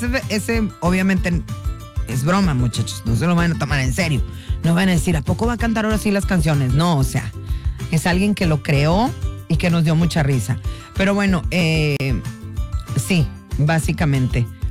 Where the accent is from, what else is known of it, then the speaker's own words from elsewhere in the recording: San Luis Potosí, Mexico; Porque no es lo mismo la FENAWAP, que es la de mi tierra, que la FENAPO. Ustedes no lo saben, pero hay cierta hasta rivalidad, mijita. Los que somos potosinos no somos los mismos que somos huastecos.